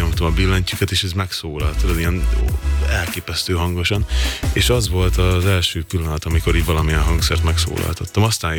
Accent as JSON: {"language": "Hungarian", "town": "Balassagyarmat", "region": "Nógrád", "country": "Hungary", "tie": "born there", "said": "Széchenyi, balasagyarmaton születtem, ott van mellett egy picike város, úgy hívják, hogy Széchenyi."}